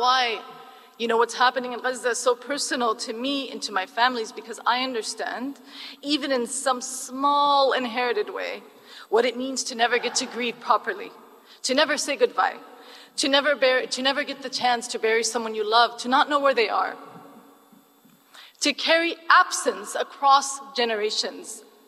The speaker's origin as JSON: {"language": "English", "country": "Puerto Rico", "tie": "born there", "said": "I'm from Humanity, and I am Palestinian. My family's from occupied West Bank. I was born in Puerto Rico."}